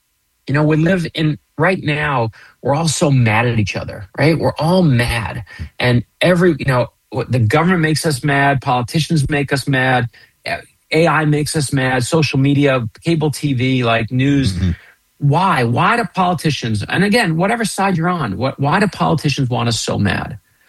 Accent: Florida, United States; And when I was growing up in Florida, if my mother, may she rest in peace, heard that I took apart the family's sewing machine, she would have murdered me, right?

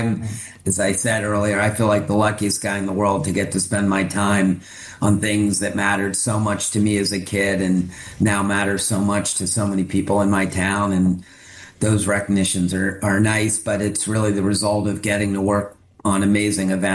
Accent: Maryland, United States; We didn't have a team in D.C. and I grew up in Maryland, so I love the Orioles.

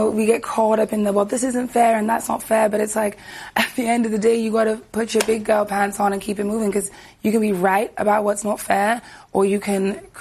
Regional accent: Jamaica; I'm Jamaican

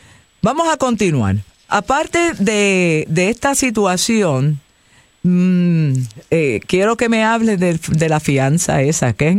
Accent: Puerto Rico; yo, como puertorriqueña

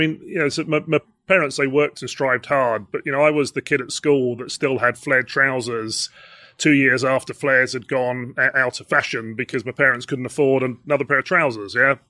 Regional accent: Essex, East of England, United Kingdom; So I was born and brought up in Essex.

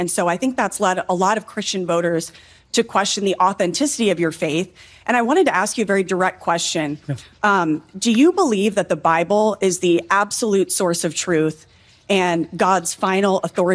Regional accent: Round Rock, Texas, United States; I'm actually from Round Rock, so Wayne County.

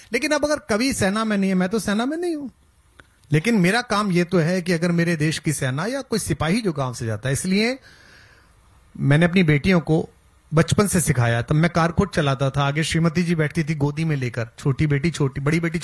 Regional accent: Bulandshahr district, Uttar Pradesh, India; मैं बुलंदशहर जिले का हूँ

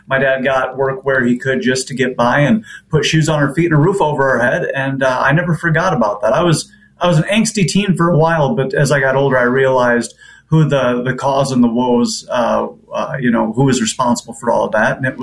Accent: West Union, Iowa, United States; I grew up working class poor in West Union, Iowa. It's in the rural northeast of Iowa, just shy of getting up into the Driftless Plains region.

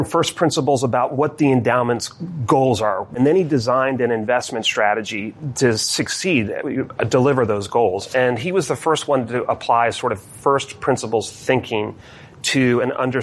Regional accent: New Jersey, United States; I was born in Philadelphia. Never actually lived in Philadelphia, but it was the nearest hospital to southern New Jersey, where I partly grew up.

